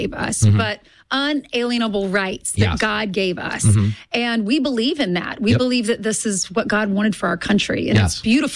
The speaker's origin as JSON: {"language": "English", "region": "South Carolina", "country": "United States", "tie": "born or raised there", "lives_now": "New York, United States", "said": "You know, I grew up in South Carolina, wanted to be in New York so badly."}